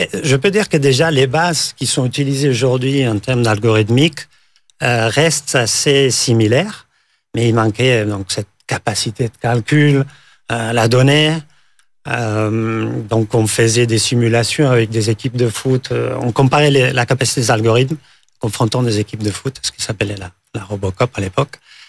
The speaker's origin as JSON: {"language": "French", "region": "Catalonia", "country": "Spain", "second_language": "French", "moved": "as an adult", "lives_now": "Paris, France"}